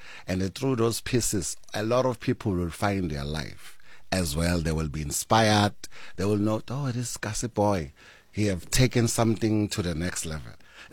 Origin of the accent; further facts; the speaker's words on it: Katlehong, Gauteng, South Africa; You know, when you grow up in the township, sometimes I grow up, I'm coming from Katlehong, where I come from, where Questa is coming from.